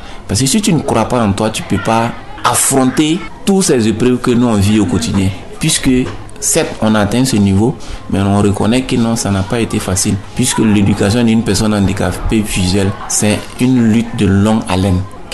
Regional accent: Burkina Faso

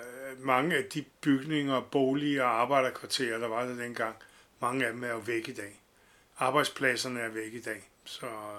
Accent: Copenhagen, Capital Region of Denmark, Denmark; hvor jeg voksede op på Prags Boulevard, som er et arbejderkvarter.

